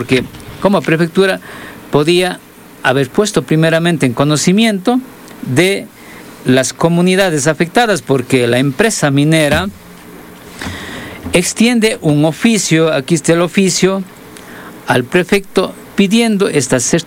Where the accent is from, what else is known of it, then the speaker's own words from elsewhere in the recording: Molleturo, Azuay, Ecuador; yo vengo de uno de los territorios como parte de la dirigencia de la FOA y vengo desde Molleturo